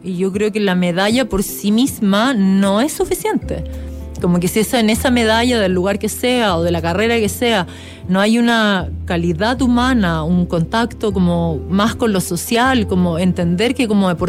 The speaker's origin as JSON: {"language": "Spanish", "country": "Chile"}